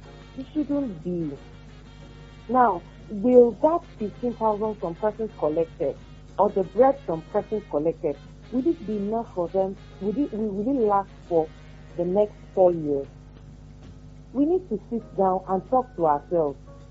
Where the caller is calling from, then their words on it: Ibadan, Oyo, Nigeria; I'm calling from Bodija.